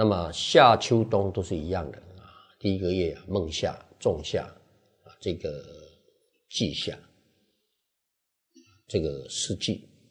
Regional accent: China; 在我们中国人传统观念呢、啊，就是不孝有三，无后为大啊

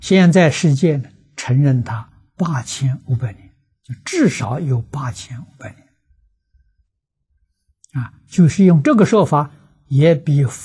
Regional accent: China

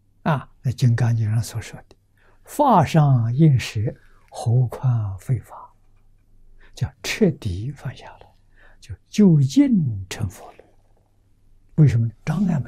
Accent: China; 现在我们中国人造弥勒菩萨的像

